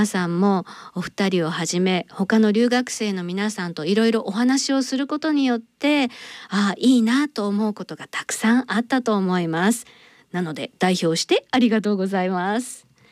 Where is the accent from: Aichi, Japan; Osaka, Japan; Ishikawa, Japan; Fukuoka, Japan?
Ishikawa, Japan; お二人に石川県で楽しい思いをしたというふうに言っていただけると、私石川県人としてもとても嬉しいです。